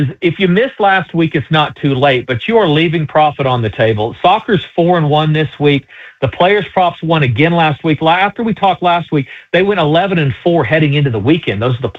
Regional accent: Oklahoma, United States; Yeah, I should say this. I'm from Oklahoma.

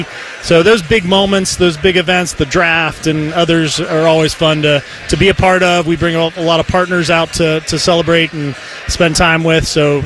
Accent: Ohio, United States; moved away; So, I'm from Northeast Ohio

